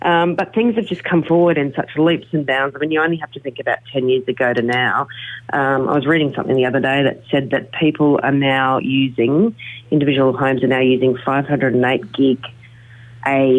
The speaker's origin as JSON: {"language": "English", "town": "Townsville", "region": "Queensland", "country": "Australia", "tie": "born or raised there", "said": "I grew up in Townsville, and I still recall being chased by magpies"}